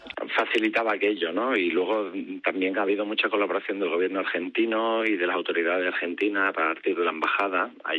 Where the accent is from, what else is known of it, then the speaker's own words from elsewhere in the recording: Andalusia, Spain; Lo que para nosotros, a lo mejor algunos, como los andaluces, es cotidiano, que tenemos el rocío, que está ahí siempre, que es parte de la devoción